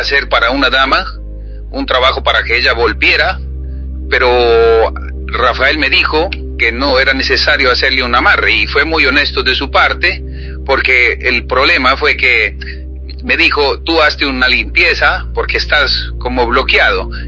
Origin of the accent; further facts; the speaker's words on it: Peru; moved away as an adult; now in United States; Yo vine del Perú aquí a Estados Unidos. Llegué en el 92, más o menos, aproximadamente.